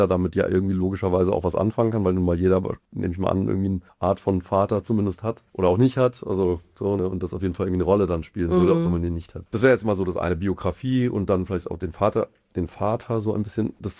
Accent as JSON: {"language": "German", "town": "Mainz", "region": "Rhineland-Palatinate", "country": "Germany", "moved": "as an adult", "lives_now": "Mannheim, Germany"}